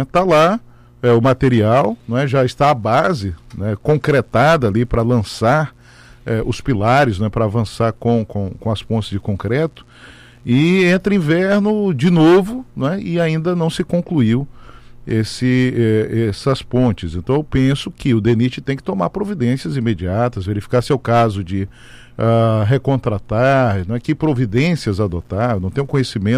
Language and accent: Portuguese; Caroebe, Roraima, Brazil; eu que cresci ali no Caroebe, cheguei lá criança.